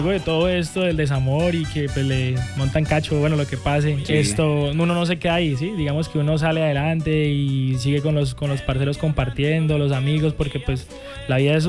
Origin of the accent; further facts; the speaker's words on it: Huila, Colombia; also born or lived in Cúcuta, Norte de Santander; Entonces nosotros venimos de Cúcuta. Prácticamente, pues, nací allá, pero toda la vida he vivido aquí en el Huila.